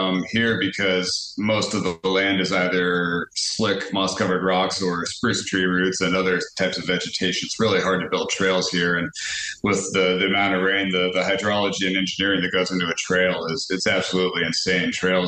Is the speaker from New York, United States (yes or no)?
no; Alaska, United States; hey, I'm from Alaska, and we'd love you to come up here.